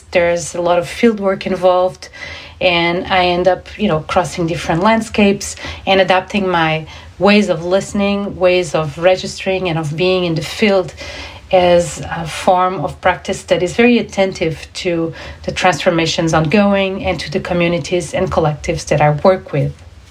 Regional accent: Lisbon, Portugal; English is a second language; So I came from Lisbon.

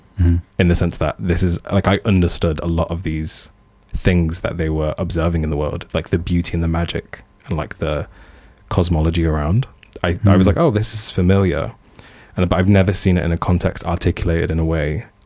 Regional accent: Coventry, West Midlands, United Kingdom; I'm from Coventry, I'm Libyan

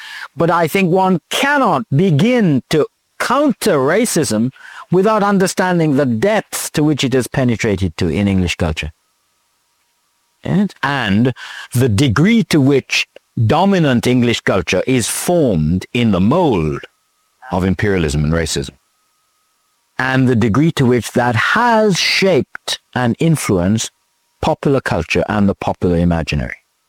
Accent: Jamaica; born there; I was born in Jamaica. I was born in Jamaica

